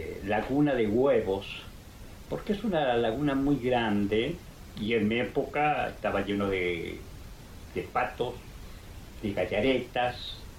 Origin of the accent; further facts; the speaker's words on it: Abrapampa, Jujuy, Argentina; el ferrocarril Central Norte argentino y se pasó por mi pueblo de Abrapampa en 1913, y la casa y mi casa estaba sobre el camino real